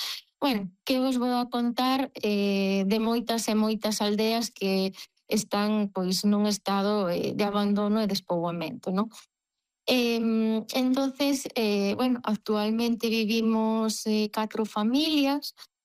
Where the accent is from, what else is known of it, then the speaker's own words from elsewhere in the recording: Outeiro de Laxe, Galicia, Spain; Pois, bueno, como ti ven establecindo, a miña aldea é Outeiro de Laxe, ubícase no concello de Allariz, a 8 kilómetros, na parroquia de Santa Mariña de Augas Santas